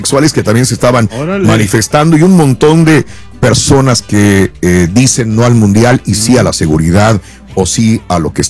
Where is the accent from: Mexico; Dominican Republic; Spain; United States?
Mexico; tenemos la camiseta porque somos mexicanos y apoyamos también a nuestra selección mexicana el día de hoy.